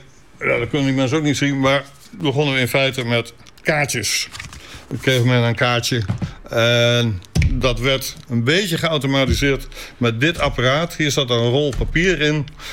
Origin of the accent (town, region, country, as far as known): Heerenveen, Friesland, Netherlands